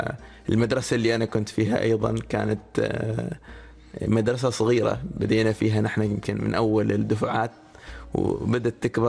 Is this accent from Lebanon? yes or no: no; Oman; نفتخر نحن اليوم كعمانيين